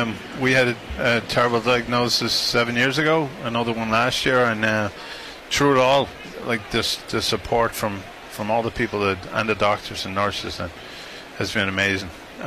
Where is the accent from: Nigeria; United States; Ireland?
Ireland; County Meath; I'm just from County Meath, just outside Dublin.